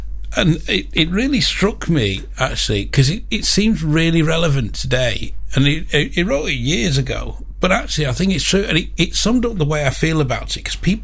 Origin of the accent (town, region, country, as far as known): United Kingdom